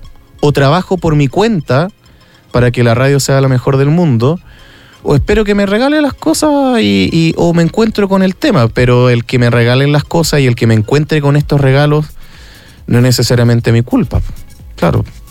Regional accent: Chile; como chileno, yo siempre ahí lo atesoro. Chileno, quizás no futbolero

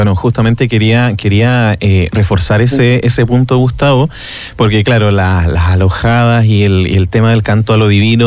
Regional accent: Los Vilos, Coquimbo, Chile; quienes somos de Los Vilos

